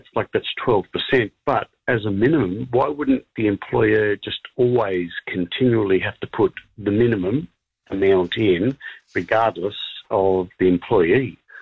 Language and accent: English; Australia; now in New Zealand; Yes. Hey, so I'm an Aussie living over here and loving it.